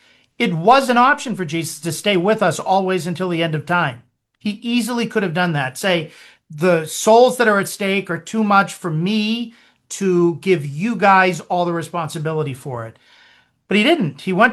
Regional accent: Lowell, Massachusetts, United States; In my hometown of Lowell, Massachusetts, we had six different OMI parishes.

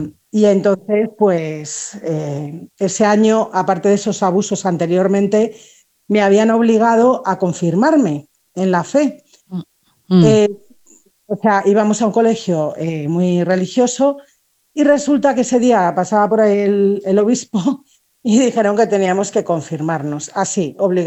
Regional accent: Spain; born there; yo nací en una familia muy católica en España, como podéis ver por mi acento

